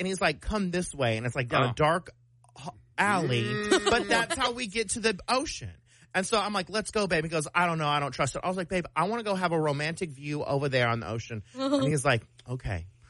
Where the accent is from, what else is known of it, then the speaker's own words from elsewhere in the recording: Oak Cliff, Texas, United States; I was like, I'm from Oak Cliff, okay? Like, I can survive Oak Cliff.